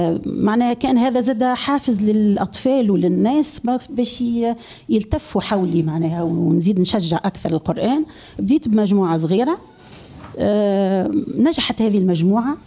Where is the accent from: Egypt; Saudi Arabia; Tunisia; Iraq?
Tunisia; Zaghouan Governorate; now in Zaghouan, Tunisia; أولا أنا بنت المنطقة. نعم. هي مسقط رأسي وحبي الأبدي هي المقرن.